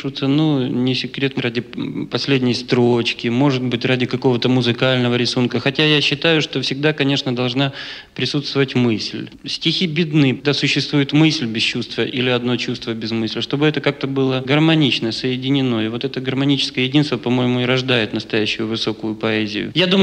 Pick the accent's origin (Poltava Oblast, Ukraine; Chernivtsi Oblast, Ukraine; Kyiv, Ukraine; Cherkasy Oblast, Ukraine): Cherkasy Oblast, Ukraine; Zolotonosha; moved away as an adult; now in Moscow, Russia; Наш городишко маленький. Я родом из Золотоноша, с Украины